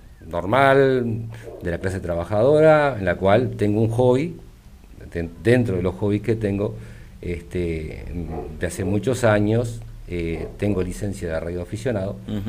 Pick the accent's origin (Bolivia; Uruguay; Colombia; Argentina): Uruguay; Maldonado; born there; En mi adolescencia, acá en Maldonado